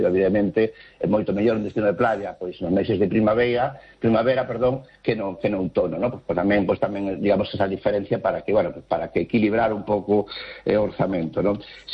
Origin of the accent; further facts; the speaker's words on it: Galicia, Spain; tamén isto tamén enriquece non só a nós, sino tamén a donde vamos nós tamén como galegos.